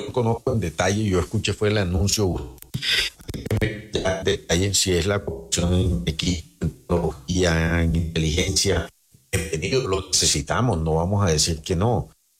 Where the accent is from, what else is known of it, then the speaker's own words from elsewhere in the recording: Santa Marta, Magdalena, Colombia; A ver, yo soy samario, ajá, me gusta la Unión Magdalena